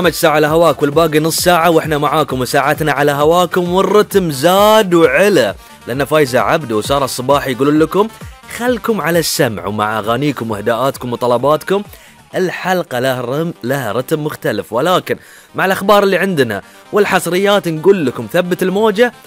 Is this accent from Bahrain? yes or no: yes; Bahrain; كبحرينيين